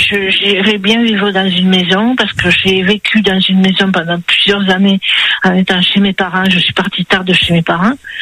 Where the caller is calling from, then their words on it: Toulouse, Occitanie, France; Autour de chez moi, à Toulouse